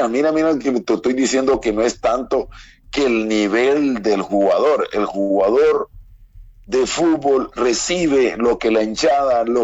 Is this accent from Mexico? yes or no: no; Honduras; also born or lived in Buenos Aires, Argentina; yo estoy acá en mi país, me vine a Honduras por mi hijo mayor, Josué.